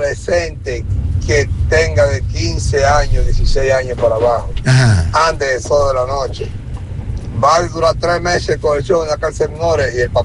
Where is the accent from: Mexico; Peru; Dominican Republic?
Dominican Republic; Es que nosotros somos malos dominicanos, Rafa.